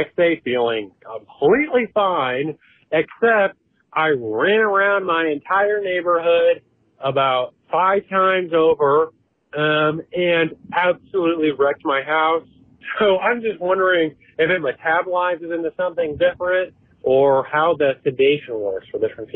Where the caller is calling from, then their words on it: Fort Wayne, Indiana, United States; calling from Fort Wayne.